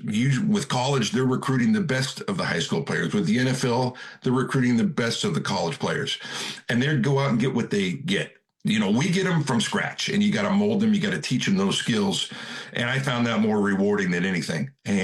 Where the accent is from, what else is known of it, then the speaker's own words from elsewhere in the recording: Cloverdale, California, United States; I was born and raised in Cloverdale, California, which is just it's in Northern California, a little north of Santa Rosa, small town.